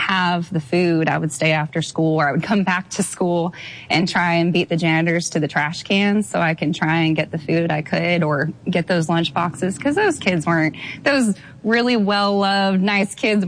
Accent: Brea, California, United States; born or raised there; also born or lived in La Palma

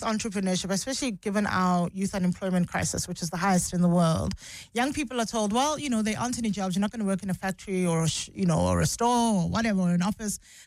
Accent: Johannesburg, Gauteng, South Africa; because I grew up in Joburg, born, raised in Joburg, but Durban was like where you went as a family.

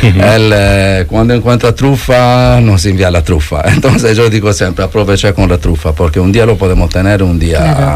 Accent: Sardinia, Italy; also born or lived in Rome; now in Cantabria, Spain; Y tampoco yo soy de Roma, porque yo soy de Cerdeña.

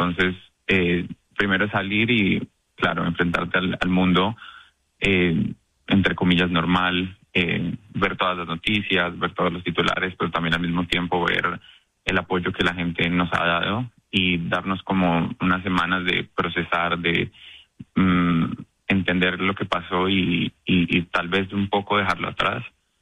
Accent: Tunja, Boyacá, Colombia; moved away; yo soy de Tunja

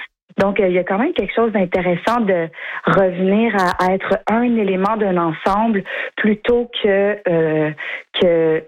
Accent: Danville, Quebec, Canada; moved away; mon village natal. Danville. La série a été en partie tournée à Danville. Puis moi, je viens de là. Toute ma famille est encore là.

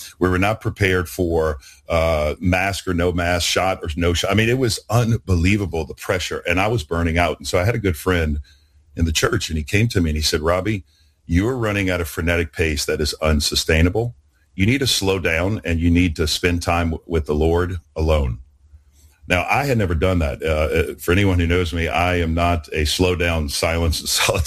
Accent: New Orleans, Louisiana, United States; moved away; growing up in New Orleans

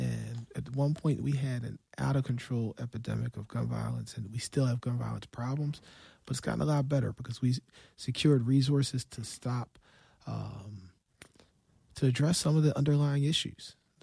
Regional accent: Philadelphia, Pennsylvania, United States; I live at 16th and Lehigh. I grew up at 18th and Diamond.

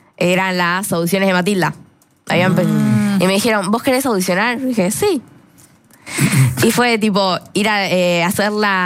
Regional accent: Magdalena, Buenos Aires Province, Argentina; Yo soy de Magdalena, a 100 kilómetros de acá, provincia de Buenos Aires.

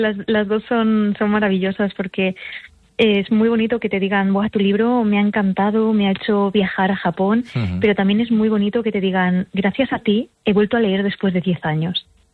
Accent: León, Castile and León, Spain; now in Gran Canaria, Spain; Sí, aunque yo soy de León, con un poco de alma asturiana, pues siempre he veraneado por Gijón.

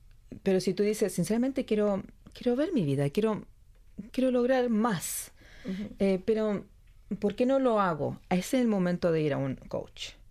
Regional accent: Chile; now in Australia; Yo soy chilena, por tanto ya tenía que empezar a hablar un español más neutro.

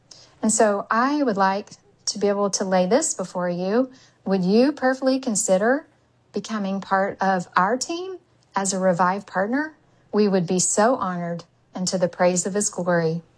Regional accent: Texas, United States; I'm from Texas.

